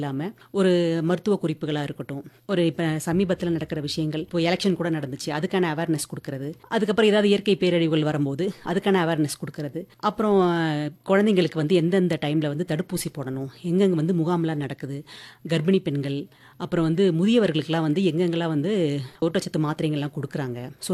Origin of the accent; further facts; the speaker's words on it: Chennai, Tamil Nadu, India; நான் வந்து பிறந்து வளர்ந்ததெல்லாம் சென்னையில்.